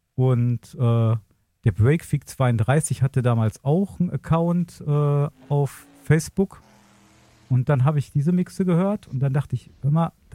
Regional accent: Gladbeck, North Rhine-Westphalia, Germany; Und dann hat mir auch jemand gesagt, bei uns in Gladbeck, da gab es so einen kleinen Plattenladen. Da bin ich immer reingegangen. Da habe ich mir jeden Monat von meinem Taschengeld.

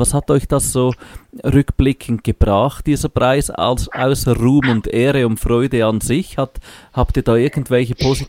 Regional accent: Basel, Basel-Stadt, Switzerland; Ich komme ursprünglich aus Basel, das ist ja eigentlich, da kann man zu Fuß hin und her laufen quasi zwischen Basel und Lörrach

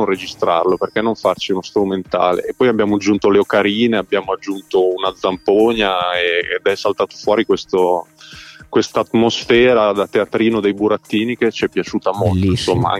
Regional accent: Emilia-Romagna, Italy; io vengo dall'Appennino reggiano

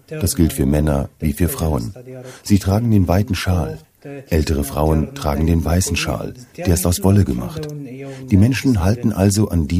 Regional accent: Ghardaia, Ghardaïa Province, Algeria; German is a second language; sah ich etwas, was mich in mein Land zurückversetzt hat, in mein Heimatland, in meine Stadt, in der ich lebe. Das ist in Algerien, in Gadaya.

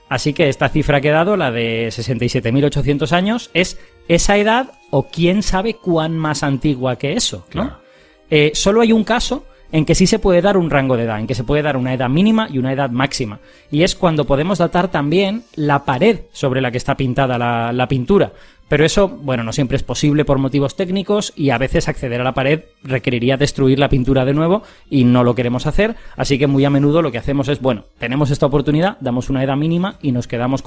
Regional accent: Spain

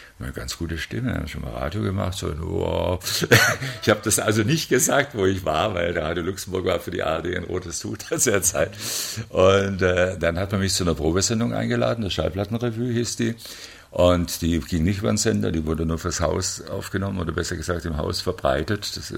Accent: Stuttgart, Baden-Württemberg, Germany; Ich bin Stuttgarter und habe dann also freundlich, lieb und nett, gesagt, nee, also ich möchte lieber in Stuttgart bleiben.

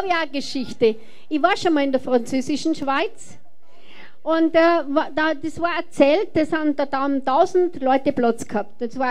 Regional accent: Austria; ich als Österreicherin

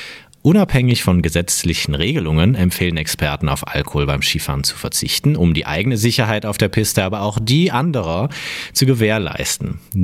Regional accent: Krefeld, North Rhine-Westphalia, Germany; Mit einem Gin aus Krefeld, hier aus der Umgebung, wo ich herkomme.

